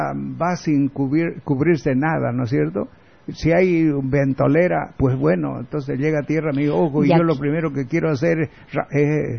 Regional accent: Santa Cruz, Bolivia; soy camba por último.

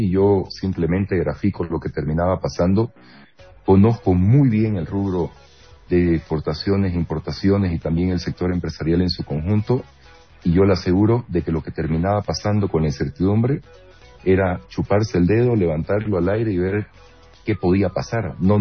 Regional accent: Bolivia

